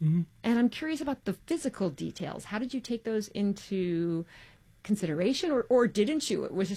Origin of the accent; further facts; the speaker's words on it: New York, United States; I'm a New Yorker.